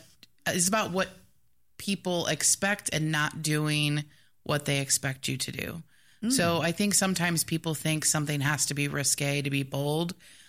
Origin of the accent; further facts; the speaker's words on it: Philippines; So myself and the other creative producing director, Kevin Corpuz, we are both Filipino.